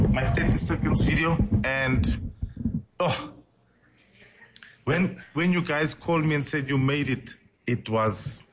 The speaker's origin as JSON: {"language": "English", "town": "Johannesburg", "region": "Gauteng", "country": "South Africa", "tie": "born there", "also_born_or_lived": "Papazela, Malamulele / Annandale", "said": "My father is Tsonga, and I grew up in Orlando West. Then we moved to Annadale, and I've got a Tswana wife, a beautiful Tswana wife."}